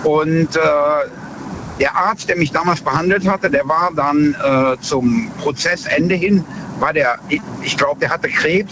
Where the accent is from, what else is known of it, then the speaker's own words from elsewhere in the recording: Bad Neuenahr, Rhineland-Palatinate, Germany; Aus Bad Neuenahr.